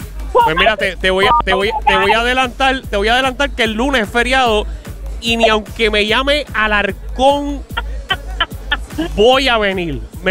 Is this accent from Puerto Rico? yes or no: yes; Puerto Rico; sí que somos puertorriqueños